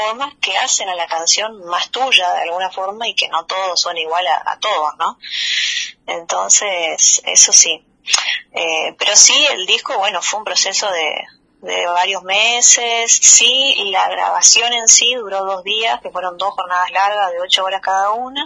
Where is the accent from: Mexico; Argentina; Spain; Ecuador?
Argentina; nosotros, como argentinos